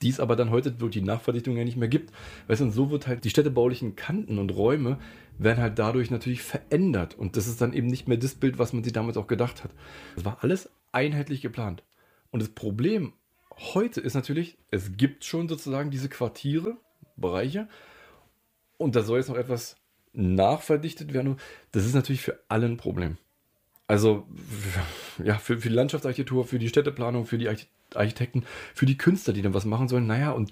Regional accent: East Germany, Germany; born there; Ich bin ja auch im Land geboren, was es gar nicht mehr gibt, wenn du so willst. Ne?

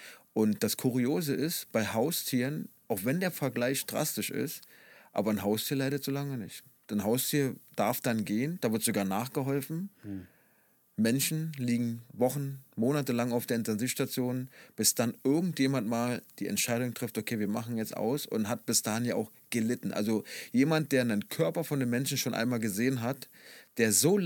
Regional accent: Berlin, Germany; ich bin ja damals im Osten in Marzahn-Hellersdorf groß geworden, war ja ein raues Pflaster.

